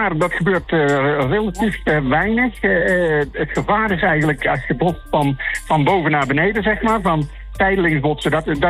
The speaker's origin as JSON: {"language": "Dutch", "country": "Netherlands", "moved": "yes", "lives_now": "United States", "said": "Nee, ik ben de enige echte Nederlander."}